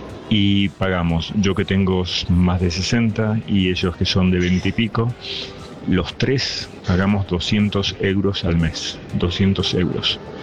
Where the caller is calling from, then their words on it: Spain; Yo vivo en España.